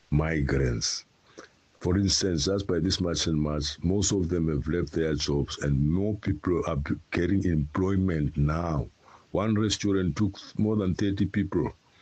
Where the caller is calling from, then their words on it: Cape Town, Western Cape, South Africa; It's Hartebe, Cape Town.